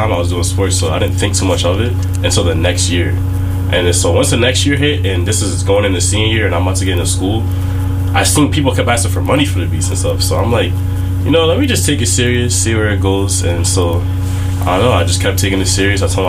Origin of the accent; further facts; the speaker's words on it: Kingston, New York, United States; We're from Kingston, New York.